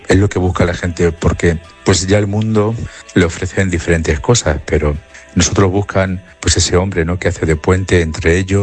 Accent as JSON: {"language": "Spanish", "town": "Cózar", "region": "Castilla-La Mancha", "country": "Spain", "tie": "born or raised there", "said": "Soy natural de Cózar."}